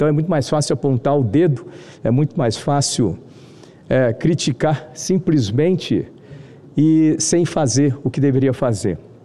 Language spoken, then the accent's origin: Portuguese; Brazil